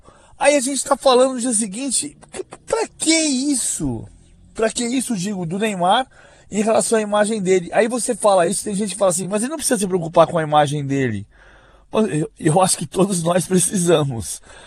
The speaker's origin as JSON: {"language": "Portuguese", "region": "São Paulo", "country": "Brazil", "said": "É, eu falo Vasco porque eu sou paulista."}